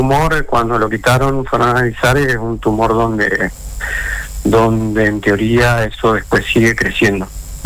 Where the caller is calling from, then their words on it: Puerto Tirol, Chaco, Argentina; Nosotros somos de Chaco, somos sí. de la localidad de Puerto Tirol